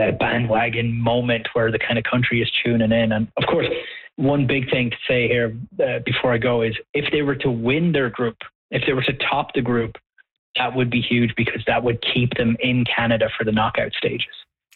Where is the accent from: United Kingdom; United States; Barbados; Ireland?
Ireland; moved away; I am from Ireland originally